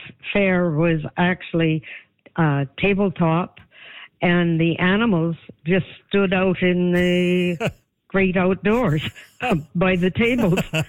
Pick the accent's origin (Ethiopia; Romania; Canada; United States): Canada; Armstrong, British Columbia; Well, I grew up in Armstrong, so like every Armstrong kid, I've been going to the fair for a long time.